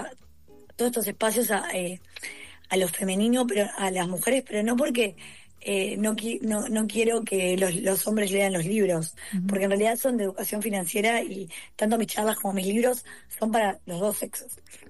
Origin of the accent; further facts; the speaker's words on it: Uruguay; A mí me hace muy feliz que en Argentina se vendan tantos mis libros, siendo uruguaya.